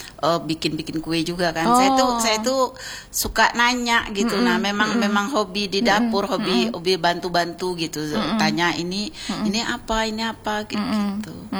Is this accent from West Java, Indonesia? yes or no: no; West Sumatra, Indonesia; Mama yang bundo itu karena dia kawan-kawannya kuliah dulu kan, saya orang Minang.